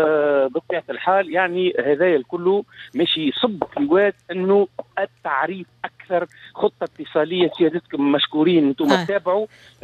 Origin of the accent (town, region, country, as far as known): Tunisia